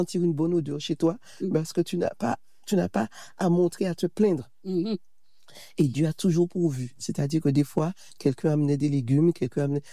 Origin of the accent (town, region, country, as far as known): Fort-de-France, Martinique; born or raised there